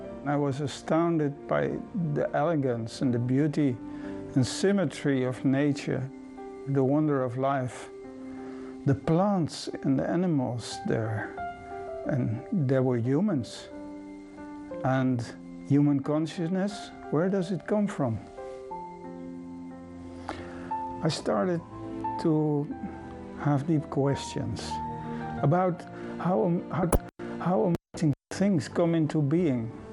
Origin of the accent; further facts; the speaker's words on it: Netherlands; I'm from Holland, from a Dutch Reformed family.